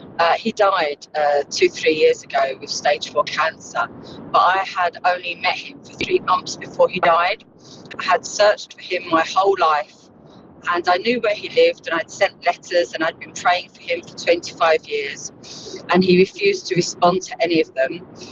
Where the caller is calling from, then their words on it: Southampton, South East England, United Kingdom; I'm from Southampton.